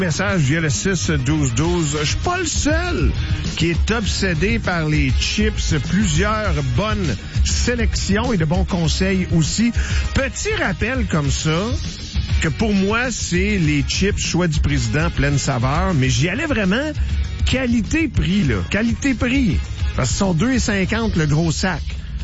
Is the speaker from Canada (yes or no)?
yes; Quebec, Canada; ça me rappelle mon enfance au Saguenay-Lac-Saint-Jean.